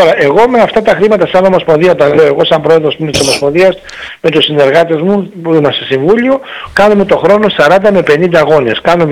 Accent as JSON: {"language": "Greek", "country": "Greece", "said": "Και εμείς είμαστε μια χώρα μεσαίο μεγέθους, θα μπορούσα να πω, στα Βαλκάνια."}